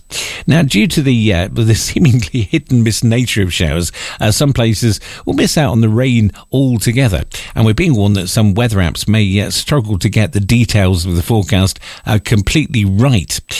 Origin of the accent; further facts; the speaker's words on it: United Kingdom; being British